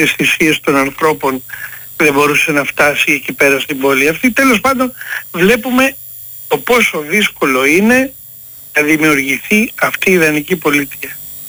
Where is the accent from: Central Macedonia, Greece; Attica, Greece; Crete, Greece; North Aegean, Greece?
Attica, Greece; Athens; born there; Εγώ έχω γεννηθεί στην Αθήνα. Ο πατέρας μου είναι από το Αίγιο.